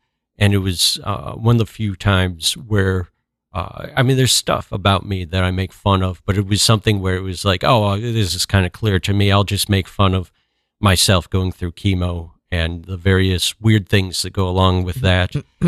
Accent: Minneapolis, Minnesota, United States; moved away; I'm from Minneapolis, so things were going on here.

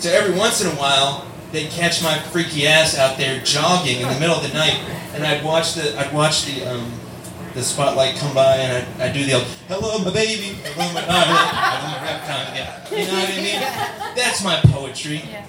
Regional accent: Louisville, Kentucky, United States; I am from Louisville.

